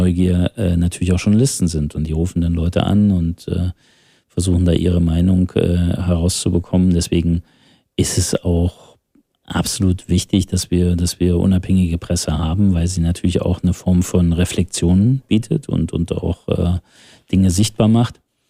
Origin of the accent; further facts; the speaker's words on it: Thuringia, Germany; dass wir als Thüringer schon immer darauf angewiesen waren, dass Menschen zu uns gekommen sind, dass die uns weitergebracht haben.